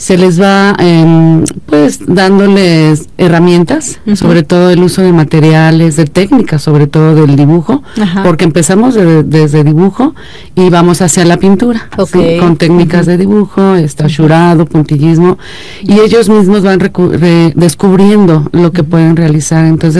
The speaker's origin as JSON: {"language": "Spanish", "region": "Querétaro", "country": "Mexico", "said": "Yo soy queretana de corazón, mi papá fotógrafo de muchos años"}